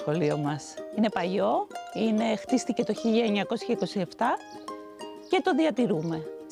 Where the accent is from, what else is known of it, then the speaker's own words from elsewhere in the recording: North Aegean, Greece; also born or lived in Ikaria; Ναι, εδώ μεγάλωσα. Εδώ πήγα σχολείο, έβγαλε και τις τρεις τάξεις του γυμνασίου σε αυτό εδώ το κτίριο